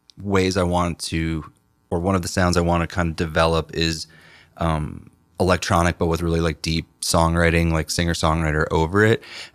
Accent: New Jersey, United States; I am from New Jersey. The Sopranos … all that good stuff.

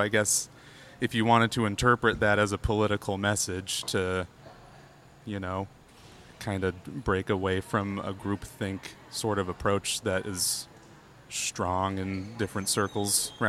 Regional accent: Phoenix, Arizona, United States; I grew up in the Phoenix area, where my parents still live.

